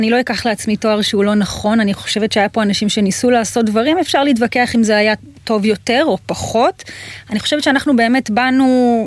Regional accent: Petah Tikva, Central District, Israel; אני פתח תקוואי דור שלישי

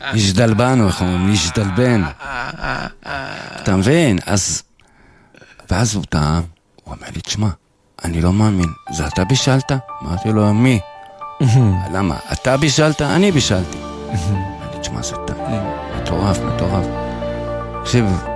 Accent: Netivot, Southern District, Israel; אני כבר לא אני מנתיבות.

